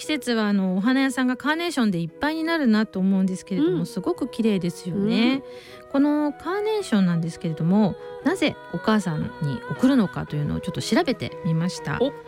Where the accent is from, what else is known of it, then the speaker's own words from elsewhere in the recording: Setagaya, Tokyo, Japan; 世田谷生まれ世田谷育ち、中学校3年生の女の子のママです。